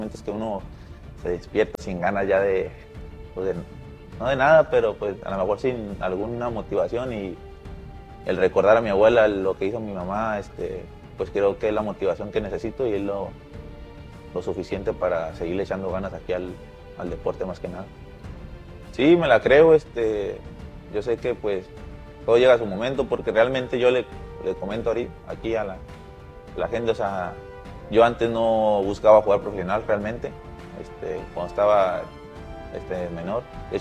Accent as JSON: {"language": "Spanish", "town": "Torreón", "region": "Coahuila", "country": "Mexico", "said": "Juego normalmente de lateral o de central y soy de Torreón, Coahuila."}